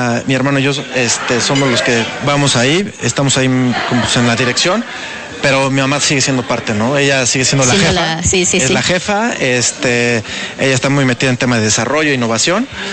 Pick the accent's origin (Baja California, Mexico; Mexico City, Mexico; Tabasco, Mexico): Mexico City, Mexico; moved away as an adult; now in Puebla, Mexico; como llegamos a Puebla hace 16 años, venimos de Ciudad de México y con esa llegada desde Ciudad de México nos trajimos a la empresa.